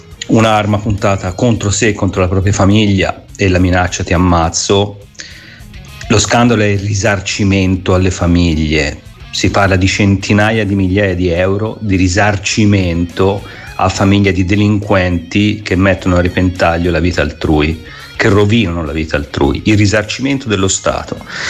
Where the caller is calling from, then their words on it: Altopascio, Tuscany, Italy; d'Altopascio